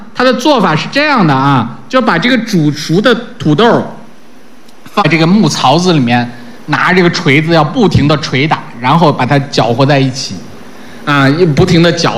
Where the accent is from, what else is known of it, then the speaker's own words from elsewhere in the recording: China; 我们中国人